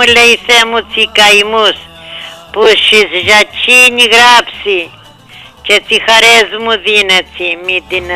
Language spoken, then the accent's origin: Greek; Agia Marina, Greece; moved away; πήγα χτες το απόγευμα εγώ στο χωριό μου, την Αγία Μαρίνα.